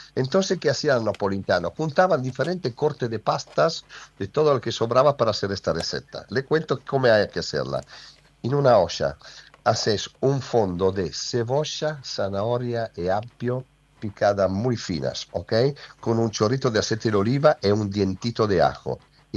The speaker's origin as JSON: {"language": "Spanish", "town": "Milan", "region": "Lombardy", "country": "Italy", "moved": "yes", "lives_now": "Argentina", "said": "Yo soy de Milán, pero me hago el clásico, el cremonese."}